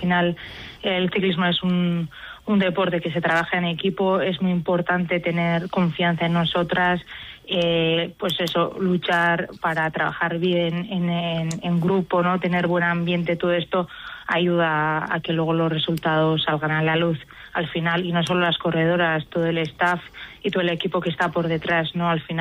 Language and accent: Spanish; Zarautz, Basque Country, Spain; la primera etapa salía y acababa en Zarautz, en mi pueblo.